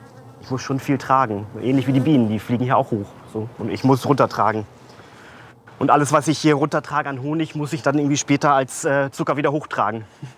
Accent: Hamburg, Germany; Ich bin nicht gläubig, aber der Michel hat für mich eine wahnsinnige Bedeutung. Ich bin Hamburger

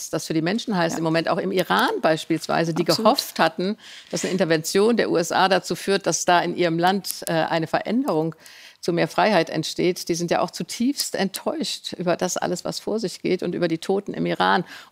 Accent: Germany; Ich bin Deutsche, ich bin Nachkriegskind.

